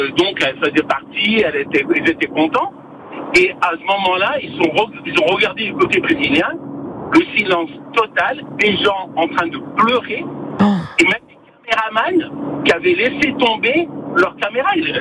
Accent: Belgium; Et puis alors là, carrément, non, je suis belge.

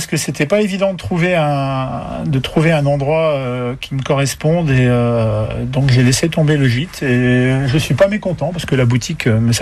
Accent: Bourgogne-Franche-Comté, France; Je viens de Bourgogne. Donc je me suis installé là

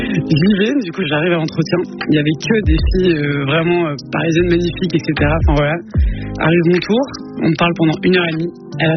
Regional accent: Lille, Hauts-de-France, France; je viens de Lille

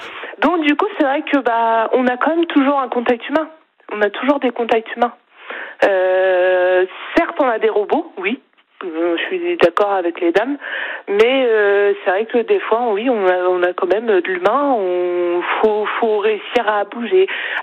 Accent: Bron, Auvergne-Rhône-Alpes, France; Je suis pas de Plumeaugan, je suis de Bron.

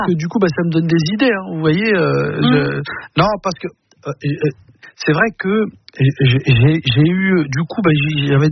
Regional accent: Mantes-la-Jolie, Île-de-France, France; je viens de Mantes-la-Jolie, d'un milieu ouvrier. On n'avait pas tous les codes

